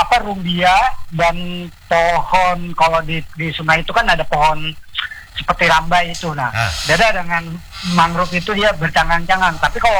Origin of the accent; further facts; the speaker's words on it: East Kalimantan, Indonesia; saya kebetulan lahir di Seisratai